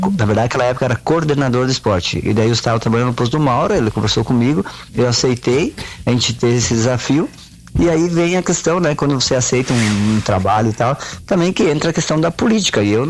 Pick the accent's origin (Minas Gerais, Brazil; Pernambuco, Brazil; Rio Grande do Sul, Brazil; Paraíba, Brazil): Rio Grande do Sul, Brazil; Nova Prata; moved away as an adult; also born or lived in Bagé; now in Veranópolis, Brazil; Eu saí de Nova Prata em 95.